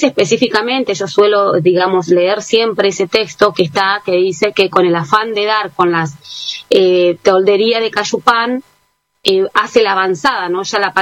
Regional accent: Valcheta, Río Negro, Argentina; toda mi familia está en Balchitas es mi tierra, mi lugar, porque mi familia es de la meseta Somuncurá.

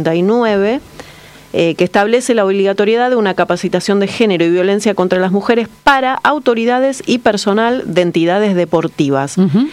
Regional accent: Argentina

